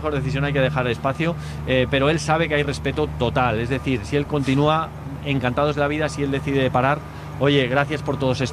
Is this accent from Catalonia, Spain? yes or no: yes; Barcelona, Catalonia, Spain; accent: slight Catalan; Yo soy de Barcelona. Pero ¿en tengo serio? Sí, bueno, y tengo poco acento catalán.